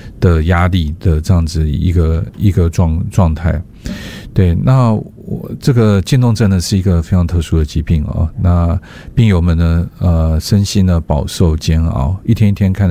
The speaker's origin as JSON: {"language": "Chinese", "country": "Taiwan", "said": "以我们台湾人的精神跟我们台湾人的一个个性"}